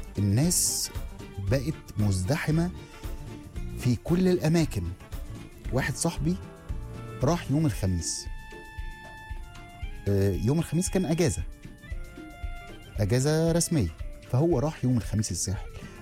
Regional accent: Egypt

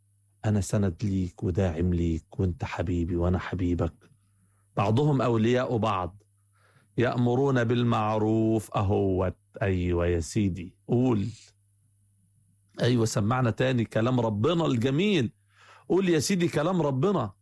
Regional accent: Egypt; أنا مصري وإنت مصري وأبويا مصري وأبوك مصري، مصريين الحمد لله.

